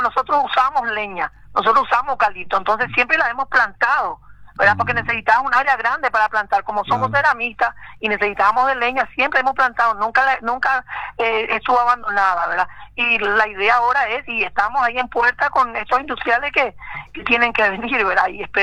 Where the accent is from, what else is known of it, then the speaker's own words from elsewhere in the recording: Hernandarias, Alto Paraná, Paraguay; somos nacidos y criados en Hernandarias